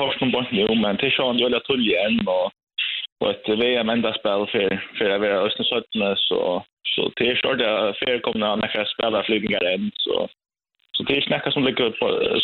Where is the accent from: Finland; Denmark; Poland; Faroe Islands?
Poland; now in Sweden; Och särskilt att jag kom från Polen, vi alltid hade hällde vi och ner och så kom jag till Lugan här.